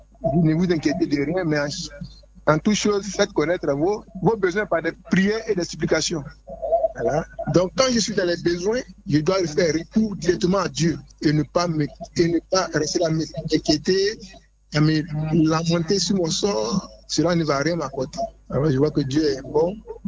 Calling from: Jacqueville, Lagunes, Côte d’Ivoire; J'appelle de Jacquesville.

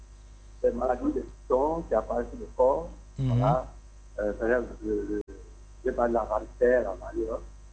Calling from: Angers, Pays de la Loire, France; je suis à Angers.

